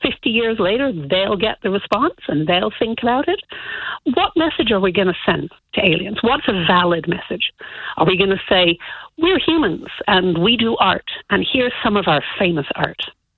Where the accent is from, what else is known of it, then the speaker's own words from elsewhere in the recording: Ontario, Canada; moved away as an adult; also born or lived in Toronto; now in Cork, Ireland; I grew up in Eastern Ontario, went to university in Toronto, had parents who lived out on the West Coast in Vancouver Island.